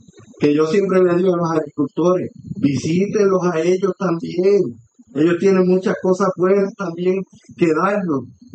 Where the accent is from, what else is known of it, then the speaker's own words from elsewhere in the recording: Adjuntas, Puerto Rico; Soy de Adjuntas.